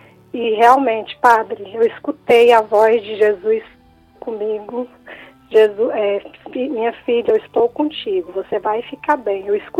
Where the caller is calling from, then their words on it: Brasília, Federal District, Brazil; Eu tô falando de Brasília.